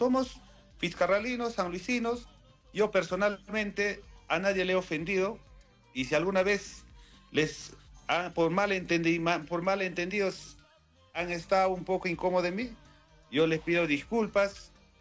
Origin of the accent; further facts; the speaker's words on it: Ancash, Peru; born there; es el pueblo que me vio nacer, el distrito, porque yo soy maribambino.